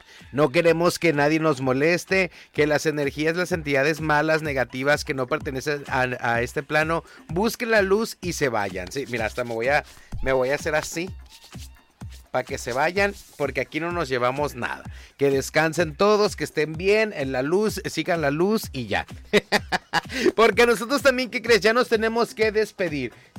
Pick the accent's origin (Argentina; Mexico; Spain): Mexico; Porque somos muy mexicanos, y ni modo.